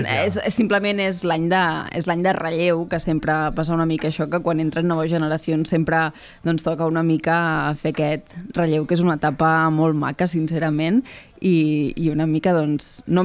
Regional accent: Argentona, Catalonia, Spain; jo sóc molt d'Argentona i per mi era una manera d'involucrar-me en el meu poble

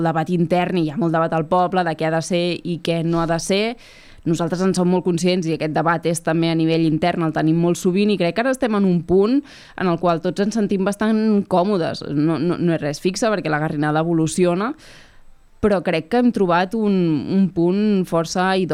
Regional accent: Argentona, Catalonia, Spain; i jo sóc molt d'Argentona i per mi era una manera d'involucrar-me en el meu poble

